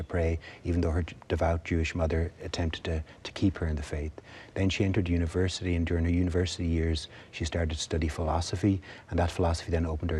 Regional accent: Galway, Connacht, Ireland; accent: Irish; also born or lived in Austria; now in Carlow, Ireland; I come from Galway on the west coast of Ireland, but currently live with my wife and our five children in Carlow, a little village called Ballin. And it's a tiny little village where time left behind. There's maybe about 800 people, and we live amongst farmland, dairy, cows, all sorts of chickens and sheep

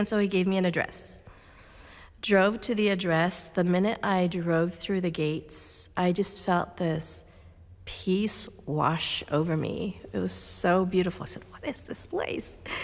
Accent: Philippines; So I thought, okay, well, I grew up in the Philippines, so a lot of poverty and disease.

